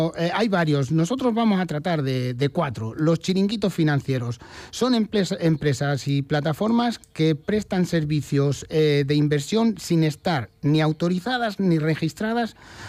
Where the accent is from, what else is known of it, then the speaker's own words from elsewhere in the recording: Castilla-La Mancha, Spain; como castellano manchegos que somos